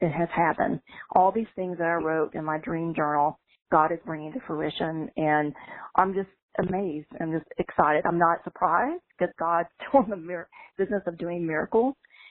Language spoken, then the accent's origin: English; Kentucky, United States; born there; now in Jacksonville, United States